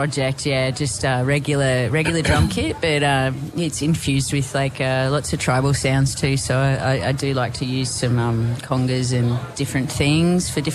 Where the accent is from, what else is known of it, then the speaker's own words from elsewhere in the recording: New South Wales, Australia; Well, I'm personally from the North Coast, but I've got a little shack in the bush with my kelpie, and we like to grow food and stuff